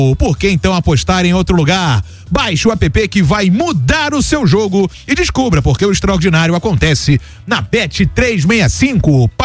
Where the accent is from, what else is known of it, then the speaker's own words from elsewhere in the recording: Rio de Janeiro, Brazil; Eu sou do Rio de Janeiro.